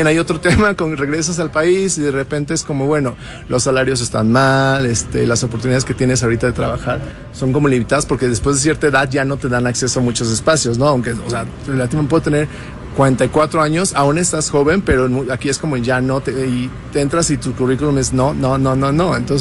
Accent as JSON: {"language": "Spanish", "region": "Mexico City", "country": "Mexico", "also_born_or_lived": "New York", "moved": "as an adult", "said": "Pues soy originalmente de Ciudad de México, ya me fui grande a Estados Unidos, a Nueva York, estuve ahí viviendo 11 años"}